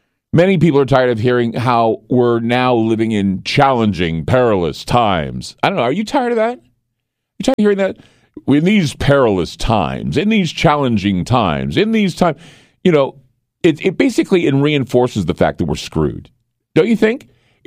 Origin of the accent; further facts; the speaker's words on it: United States; we're American citizens, right?